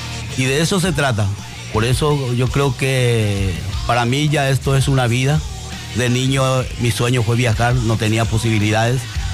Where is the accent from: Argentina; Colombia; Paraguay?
Paraguay; Quiquió, Paraguarí; Yo soy de Quiquío.